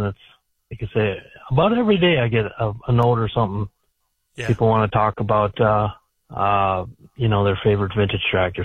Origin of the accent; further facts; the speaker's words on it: Benson, United States; I'm here in my hometown of Benson